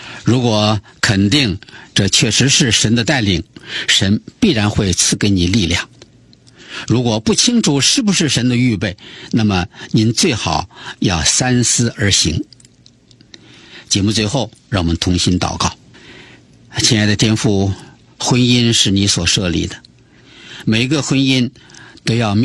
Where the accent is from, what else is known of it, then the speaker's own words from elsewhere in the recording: China; 还有呢，我们中国人有中国人传统的文化跟习惯，西方人有西方人传统的文化和习惯。